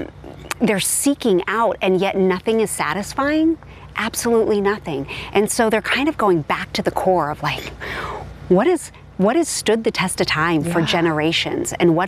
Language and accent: English; Hollywood, California, United States; there's a lot of us that had great experiences growing up in Hollywood, really.